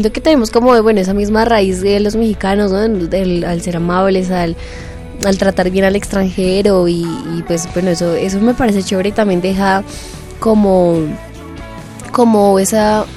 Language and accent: Spanish; Colombia; nosotros como colombianos.